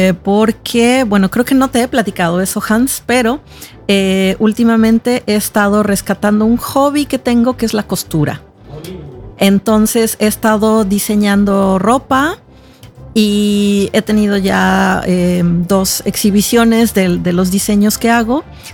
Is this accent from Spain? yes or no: no; Mexico; porque no solo soy mexicana